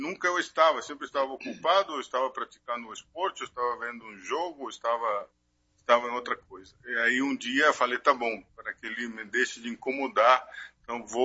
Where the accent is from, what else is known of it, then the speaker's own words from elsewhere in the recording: Resistencia, Chaco, Argentina; Muito bem, eu sou nordestino da Argentina. Nasci na Argentina no ano de 1970 e vivi todo esse tempo no norte, numa cidade que se chama Resistência, a capital de um estado do norte e nordeste da Argentina, né?